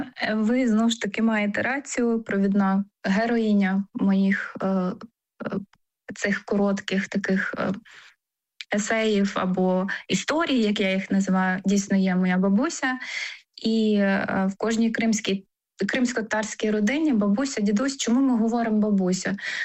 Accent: Crimea, Ukraine; moved away as an adult; also born or lived in Ivano-Frankivsk / Volyn; now in Lithuania; люди дізнаються, що я кримська татарка

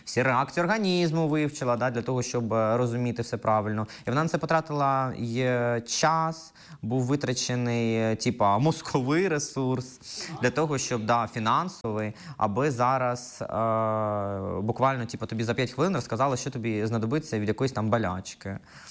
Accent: Kropyvnytskyi, Kirovohrad Oblast, Ukraine; Ні, я з Кропивницького.

